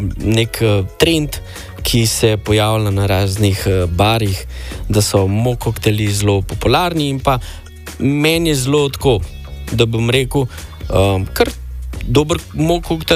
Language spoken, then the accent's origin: Slovenian; Mengeš, Central Slovenia, Slovenia; prihajam iz Mengša